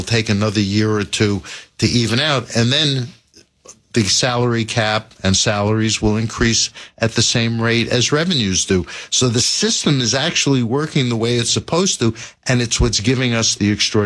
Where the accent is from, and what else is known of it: New York, United States; born or raised there